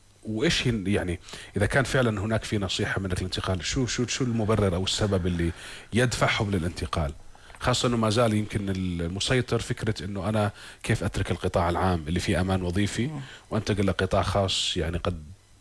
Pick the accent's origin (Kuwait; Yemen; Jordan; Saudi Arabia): Jordan; كنا إحنا كأردنيين،